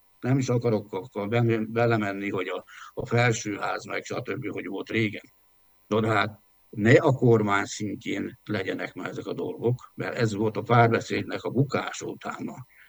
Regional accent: Southern Slovakia, Slovakia; jelenleg is a Benes dekrétumok alatti büntető hatás alatt állok, mert felvidéki magyar vagyok, onnan származom

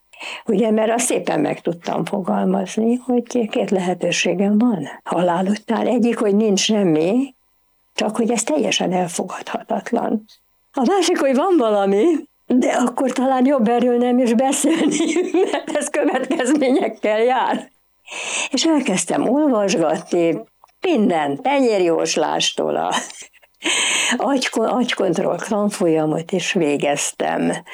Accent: Budapest, Hungary; pszichiáter, 77 éves, Budapesten születtem, és mint egy holokauszt túlélő család, hogy így mondjam, második generációs tagja, Budapesten, a belvárosban, 7. kerületben laktam egy olyan házban, ami annak idején csillagos ház volt.

